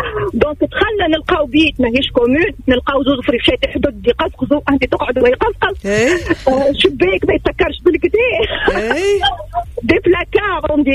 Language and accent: Arabic; Nabeul, Nabeul Governorate, Tunisia; moved away as an adult; خاطر انا جافي 18 ans وقت اللي خرجت انا من نابل دونك كي مشيت للمسكين ما كنت صغيره